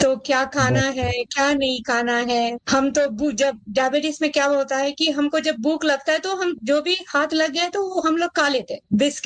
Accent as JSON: {"language": "Hindi", "town": "Hyderabad", "region": "Telangana", "country": "India", "said": "मैं हैदराबाद से हूँ"}